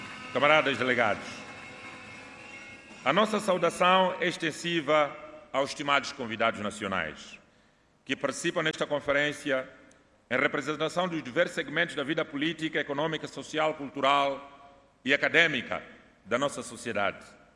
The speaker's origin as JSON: {"language": "Portuguese", "country": "Mozambique"}